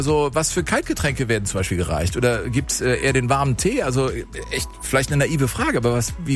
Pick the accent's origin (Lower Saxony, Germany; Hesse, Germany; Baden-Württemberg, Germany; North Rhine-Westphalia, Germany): North Rhine-Westphalia, Germany; Cologne; Ja, ich komme ja aus Köln